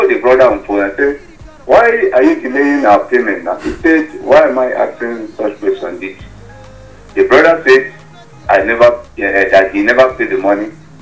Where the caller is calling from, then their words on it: Abuja, Federal Capital Territory, Nigeria; I'm calling from Busa Abuja.